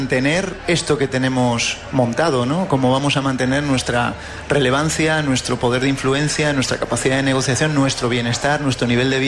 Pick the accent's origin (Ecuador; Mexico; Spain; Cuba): Spain; Cantabria; moved away as an adult; yo, por ejemplo, vengo de Cantabria